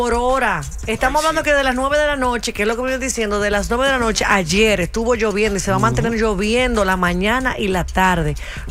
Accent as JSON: {"language": "Spanish", "town": "Licey al Medio", "region": "Santiago", "country": "Dominican Republic", "moved": "yes", "said": "yo soy de Licey Medio. Orgullosamente de Uberal. Ahí vivía en la Chiva, ahí en la Alba."}